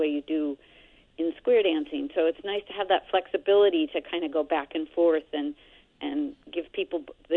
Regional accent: Vermont, United States; I'm a caller from Southern Vermont. I live in West Townsend. I grew up in this area.

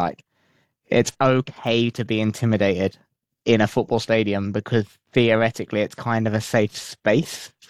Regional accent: England, United Kingdom; now in Spain; I was watching these games as an Englishman in Spain surrounded by Scottish people.

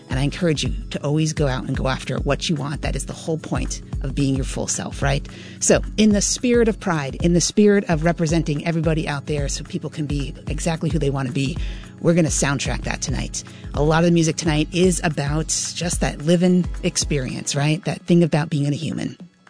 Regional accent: Barre, Vermont, United States; I was a kid growing up in Barrie City, and I did not hear anybody like me on the radio. And I really wanted to be on the radio, but I thought, there's no way.

